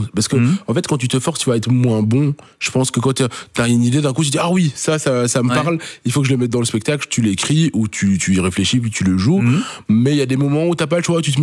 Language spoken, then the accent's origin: French; Charleroi, Wallonia, Belgium; Oui, évidemment, moi, je suis Carolo Furson.